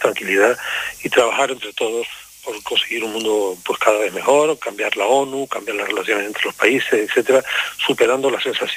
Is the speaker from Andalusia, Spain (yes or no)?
no; Canary Islands, Spain; yo creo que los canarios hemos demostrado una capacidad de superación de las dificultades